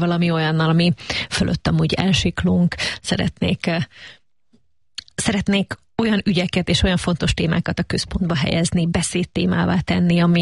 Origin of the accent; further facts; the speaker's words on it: Trnava Region, Slovakia; ez a 90-es évek női áldozatairól szól abban a térségben, ahol én felnőttem.